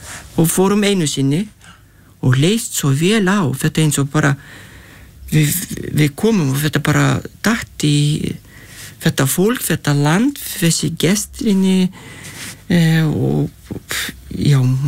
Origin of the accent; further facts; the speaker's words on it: Lithuania; Icelandic is a second language; now in Iceland; og við vorum alinn upp í Litáin og með gott sumarvefur og alvöru sumar